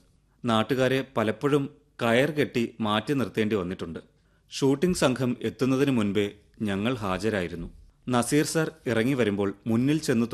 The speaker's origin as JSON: {"language": "Malayalam", "region": "Kerala", "country": "India", "tie": "born or raised there", "said": "ഞാൻ ഒരുപാട് ഷൂട്ടിംഗ് എല്ലാം നടക്കുന്ന ഒരു സ്ഥലത്തായിരുന്നു എന്റെ കുട്ടിക്കാലം. അവിടെ ഫാക്ട് ടൗൺഷിപ്പിലായിരുന്നു."}